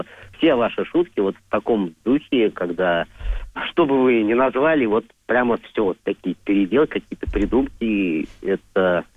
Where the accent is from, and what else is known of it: Moscow, Russia